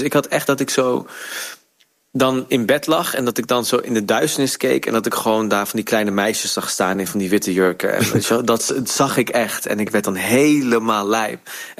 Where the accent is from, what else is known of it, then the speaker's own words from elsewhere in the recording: North Brabant, Netherlands; accent: Brabantse G; hoor ik nog steeds wel de Brabantse G er af en toe tussendoor zo komen. En de 7 zeg ik ook nog steeds.